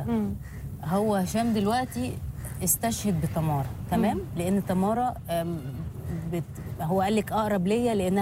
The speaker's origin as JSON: {"language": "Arabic", "region": "Sharqia Governorate", "country": "Egypt", "moved": "as an adult", "lives_now": "Cairo, Egypt", "said": "وانا كنت من الشرقيه فاحنا جينا من الشرقيه عشان اقدم في معهد فنون مسرحيه"}